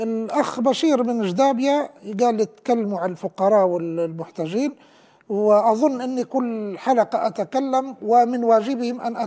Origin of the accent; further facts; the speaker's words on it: Libya; كلنا كليبيين